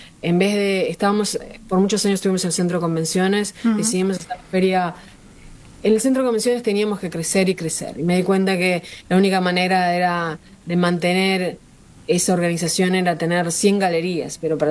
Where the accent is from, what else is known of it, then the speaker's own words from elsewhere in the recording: Montevideo, Uruguay; moved away; also born or lived in Punta del Este / La Paloma; yo hace muchos años que vivo en el exterior, soy uruguaya, crecí entre Montevideo, Punta del Este y La Paloma